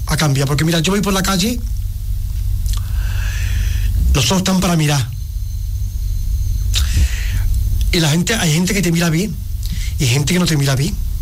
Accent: Arcos de la Frontera, Andalusia, Spain; moved away as an adult; also born or lived in Basque Country; cuando me jubilé, pues me vine a mi tierra, a Arco de la Frontera, pues yo nací aquí. Que me fui con 25 años.

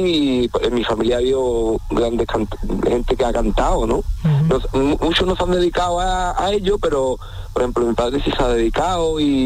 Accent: Jerez de la Frontera, Andalusia, Spain; Sí, nací en Jerez de la Frontera

